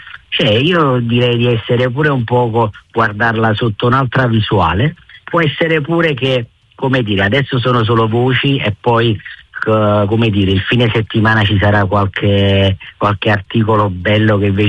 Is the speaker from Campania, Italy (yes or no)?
yes; Naples, Campania, Italy